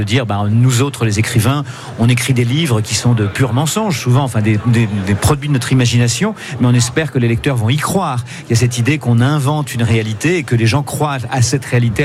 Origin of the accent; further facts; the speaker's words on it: Barbezieux, Nouvelle-Aquitaine, France; born there; Je suis charentais, moi je suis né en Charente.